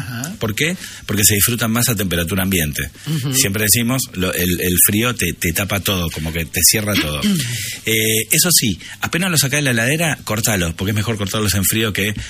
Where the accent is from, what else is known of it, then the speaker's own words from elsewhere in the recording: Italy; Digo, yo soy italiano, me encanta, amo las pastas, amo todo lo italiano